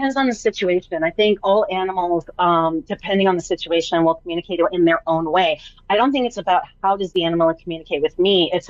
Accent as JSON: {"language": "English", "country": "Canada", "said": "I'm Canadian"}